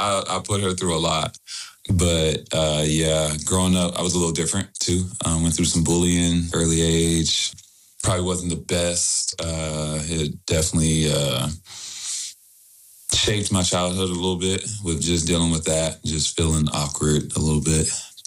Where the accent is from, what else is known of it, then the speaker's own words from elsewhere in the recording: Houston, Texas, United States; So born and raised Houston, Texas